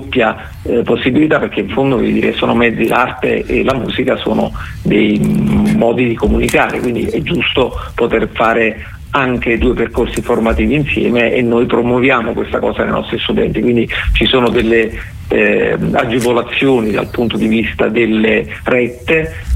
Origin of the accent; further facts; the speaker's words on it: Naples, Campania, Italy; accent: Neapolitan; Io sono di origini napoletane, come probabilmente si potrebbe diciamo, si potrà sentire dal mio accento